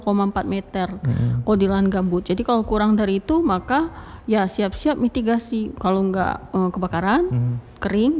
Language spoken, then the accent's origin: Indonesian; Aceh, Indonesia